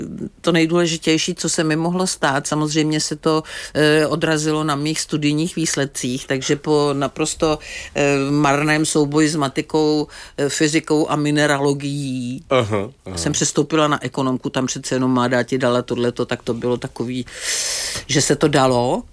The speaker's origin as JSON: {"language": "Czech", "region": "Prague", "country": "Czechia", "tie": "born there", "said": "Narodila jsem se v Praze."}